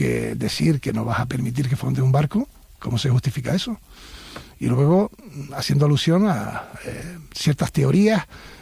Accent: Canary Islands, Spain; ninguna lección de amar a mi tierra, de defenderla y de estar al lado de los canarios y canarias. Yo vivo allí, allí está mi familia, están mis amigos, tengo lógicamente, como todos, raíces en todas las islas.

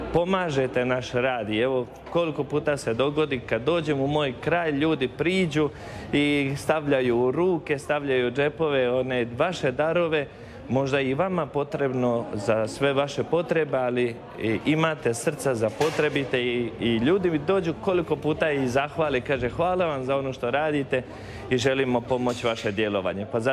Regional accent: Luke Brankovići parish, Federation of Bosnia and Herzegovina, Bosnia & Herzegovina; moved away as an adult; now in Bolivia; Franjevac Kapucin i rodom sam iz Župe Zavidović

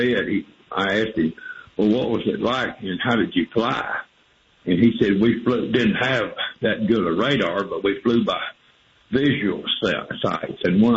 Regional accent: Bangor, Maine, United States; born there; also born or lived in Mississippi; I was born in Bangor, Maine. They say I was a maniac, but then I moved to Mississippi, and I was in the later part of my dad's career.

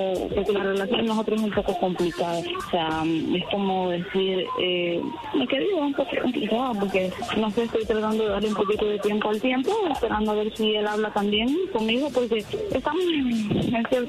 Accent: Mexico; born there; Nací ahí en México, sí, y tenía bastante comunicación así y todo, pero...

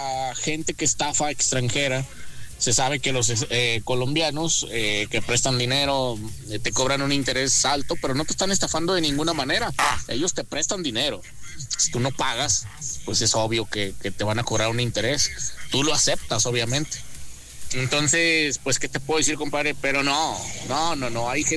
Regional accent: Aguascalientes, Mexico; y te lo digo yo que soy de Aguascalientes.

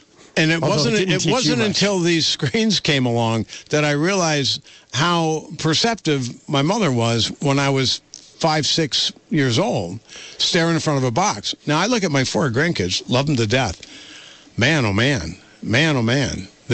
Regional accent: Dorset, Vermont, United States; as a kid growing up in South Dorset in the early 50s.

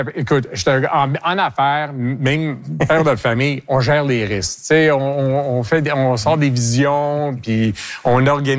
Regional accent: Quebec, Canada; Écoute, je suis fier québécois. Mais j'étais né ici. Mes parents ont été nés ici. Mes grands-parents ont été nés ici.

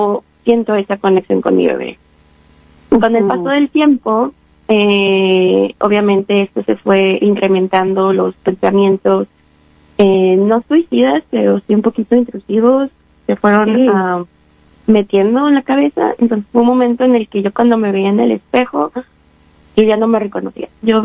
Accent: Apizaco, Tlaxcala, Mexico; Bueno, soy mexicana del estado de Tlaxcala, es el estado más chiquito que se encuentra en la República Mexicana, en la ciudad de Apizaco.

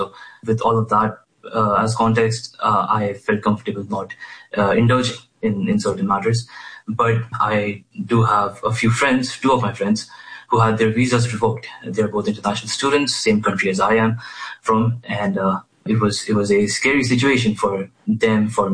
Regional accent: Bhopal, Madhya Pradesh, India; moved away as an adult; now in United States; I grew up in Bhopal in India, so that's where I'm originally from. And I finished my high school, and for my bachelor's, I came to the U.S. when I was 17, and this was back in 2022.

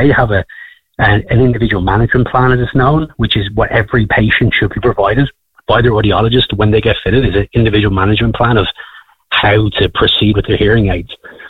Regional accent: County Wicklow, Ireland; I'm from Wicklow originally.

